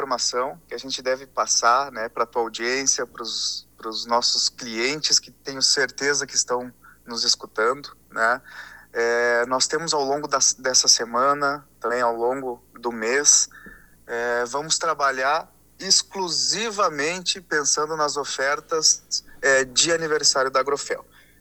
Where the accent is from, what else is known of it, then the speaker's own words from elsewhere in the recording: Cruz Alta, Rio Grande do Sul, Brazil; born there; now in Bagé, Brazil; Eu, natural, …, eu sou de Cruz Alta.